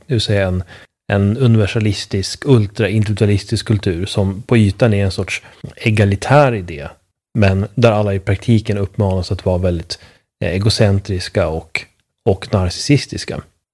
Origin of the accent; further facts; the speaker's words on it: Sweden; När jag var ung i Sverige, liksom 20-30 år tidigare.